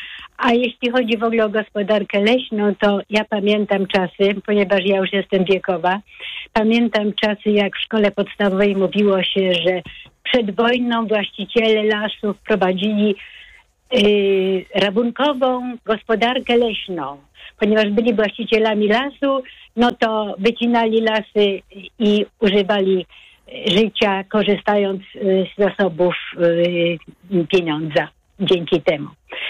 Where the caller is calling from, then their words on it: Wałcz, West Pomeranian Voivodeship, Poland; Dzwonię z Wałcza, otoczonego lasami i jeziorami.